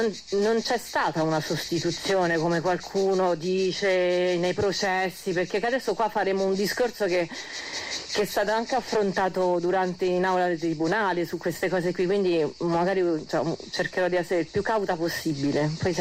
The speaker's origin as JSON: {"language": "Italian", "town": "Rome", "region": "Lazio", "country": "Italy", "moved": "as an adult", "lives_now": "Val di Susa, Italy", "said": "Io in valle vivo da 10 anni, vengo da Roma, forse come un pochino si sente"}